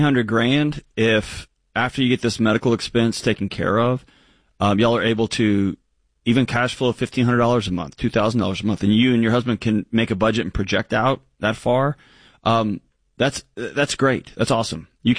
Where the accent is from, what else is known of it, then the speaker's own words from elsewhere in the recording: Texas, United States; I know in my home state of Texas where I grew up and where I worked